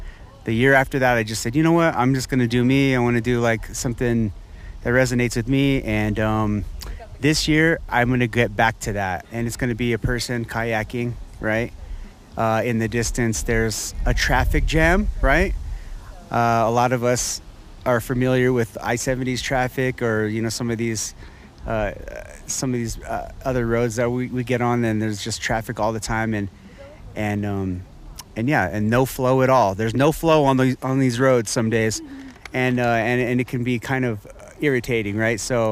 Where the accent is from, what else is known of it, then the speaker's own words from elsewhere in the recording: Rifle, Colorado, United States; I am from Rifle, Colorado.